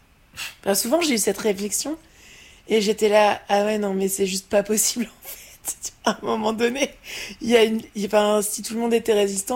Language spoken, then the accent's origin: French; Normandy, France; je viens de Normandie.